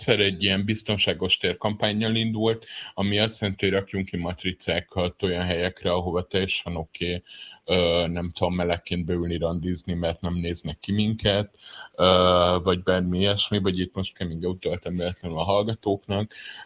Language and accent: Hungarian; Pécs, Baranya, Hungary